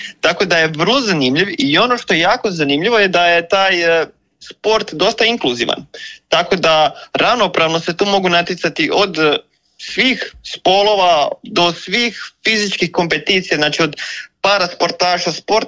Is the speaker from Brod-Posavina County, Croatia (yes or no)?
yes; Slavonski Brod, Brod-Posavina County, Croatia; now in Zagreb, Croatia; Ja sam inače iz Slavonskog Broda.